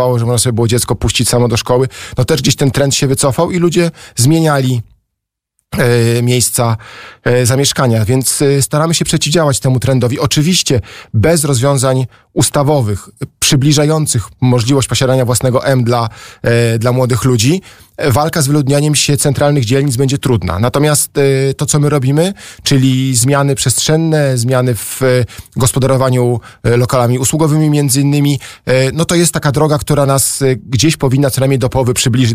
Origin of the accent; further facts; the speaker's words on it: Warsaw, Masovian Voivodeship, Poland; Ja się wychowywałem w tej okolicy i tam wszystkie swoje wagary na Chmielnej spędziłem